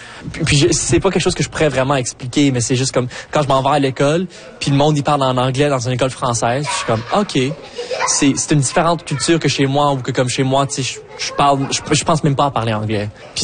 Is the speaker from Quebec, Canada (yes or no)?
no; Ontario, Canada; moi, personnellement, je me suis identifié en tant que franco-ontarien parce que je suis franco-ontarien.